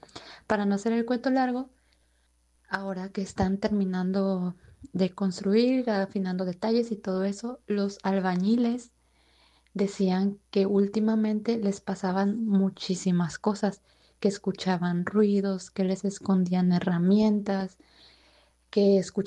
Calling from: Michoacán, Mexico; Yo soy de Michoacán.

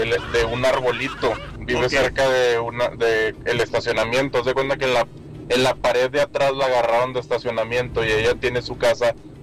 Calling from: General Escobedo, Nuevo León, Mexico; vengo también de ahí de Nexus, de Escobedo.

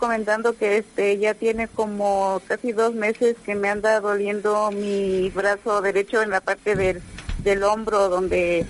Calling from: Teziutlán, Puebla, Mexico; Somos de acá de Tecio. Bueno, soy de Tecioclán, Puebla.

